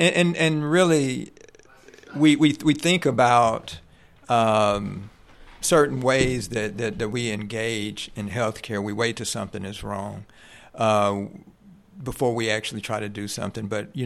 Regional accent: McCrory, Arkansas, United States; I grew up in McCrory, Arkansas, which is the Deltas.

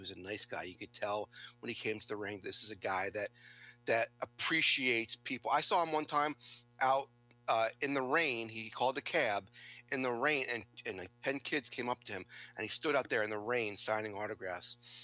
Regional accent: Freehold, New Jersey, United States; Right here in New Jersey. I'm still here. I grew up in Freehold, kind of like in the center of the state

